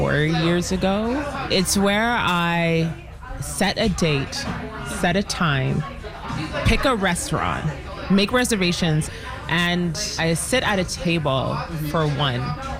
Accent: Toronto, Ontario, Canada; So growing up in Toronto, I learned pretty quickly how people viewed like black women generally

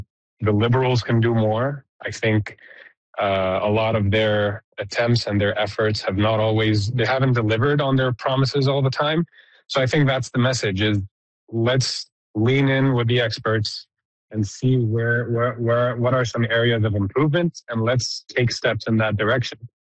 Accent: Canada; Really, my message is, as a Canadian society, as a nation, we could always do better.

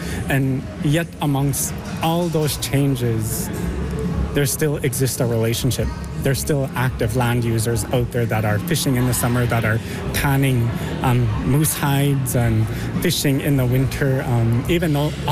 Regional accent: Fort McPherson, Northwest Territories, Canada; I'm from Tetley J. Fort McPherson.

